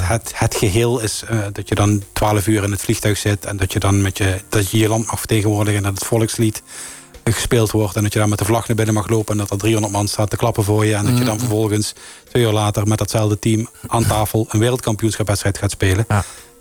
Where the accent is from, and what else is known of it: Netherlands